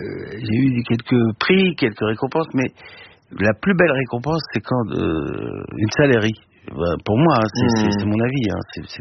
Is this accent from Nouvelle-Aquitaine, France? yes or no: no; Île-de-France, France; notre banlieue où on a grandi, dans Val-de-Marne.